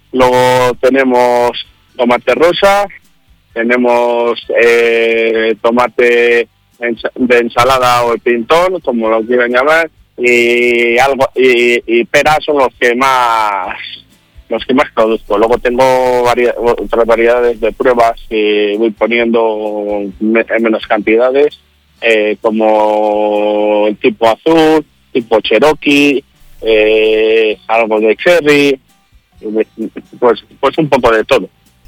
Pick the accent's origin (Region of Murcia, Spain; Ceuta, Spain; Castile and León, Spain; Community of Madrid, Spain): Castile and León, Spain; Palenzuela; como soy de Palenzuela, es el estandarte de Palenzuela.